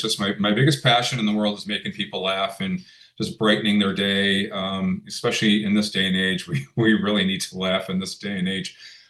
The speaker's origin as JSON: {"language": "English", "town": "Webster", "region": "New York", "country": "United States", "tie": "born or raised there", "said": "As you know, Rochester is my hometown. I grew up in Webster."}